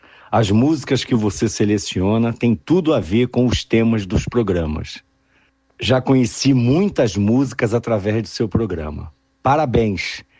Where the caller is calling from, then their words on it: Brasília, Federal District, Brazil; falo de Brasília